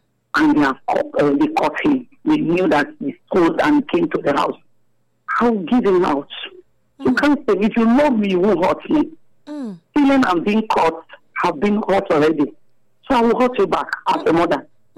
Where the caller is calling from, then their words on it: Germany; I'm calling from Germany.